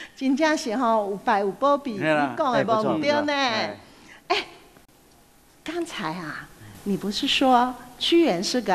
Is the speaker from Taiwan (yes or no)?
yes; Taiwan